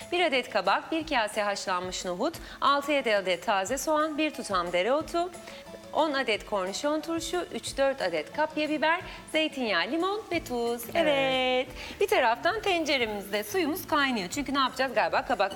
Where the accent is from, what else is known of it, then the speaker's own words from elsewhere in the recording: Nazilli, Aydın, Turkey; moved away; biz de Ege'liyiz ya, Nazilli'liyiz.